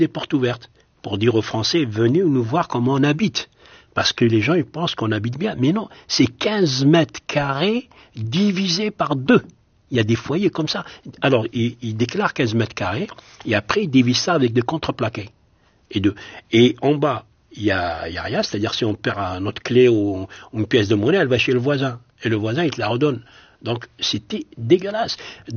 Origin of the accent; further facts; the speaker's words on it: Algeria; now in France; C'est-à-dire, on a quitté l'Algérie, on a pensé c'est fini, on ne les trouve plus, on les a trouvés dans le foyer.